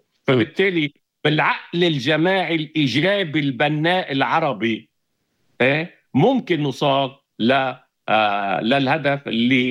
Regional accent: Russia; أنا روسي بس أصلي لبناني

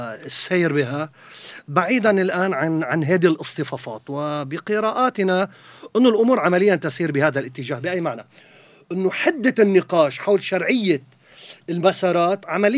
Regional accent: Lebanon; نحن في هذه اللحظة يجب أن نخرج كلبنانيين

